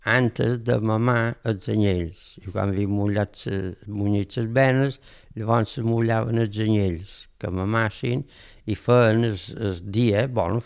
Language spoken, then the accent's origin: Catalan; Ferreries, Balearic Islands, Spain; de petit, aquí a Ferreries anaven a cases monges, allà per passar el temps